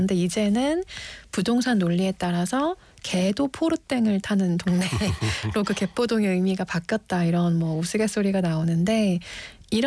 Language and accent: Korean; Seoul, South Korea; 제가 20살 이전에 살던 그 상도동 아파트를 몇번 가본 적이 있어요. 근데 저는 진짜 그야말로 아파트 키즈여서